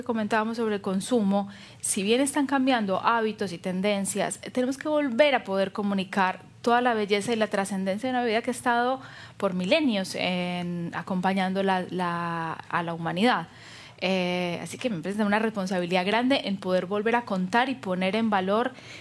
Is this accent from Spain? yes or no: no; Colombia; now in Argentina; también soy colombiana, esto es indiscutible.